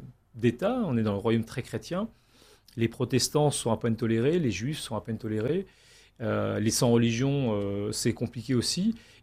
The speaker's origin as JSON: {"language": "French", "region": "Grand Est", "country": "France", "said": "qui peut nous intéresser en tant que Lorrain"}